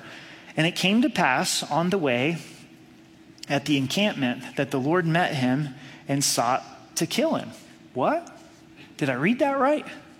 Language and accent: English; Oregon, United States; moved away as an adult; I'm from Oregon. I drove out from Oregon to Colorado when I was 21, almost 22, to move here. My parents moved from Oregon to Denver.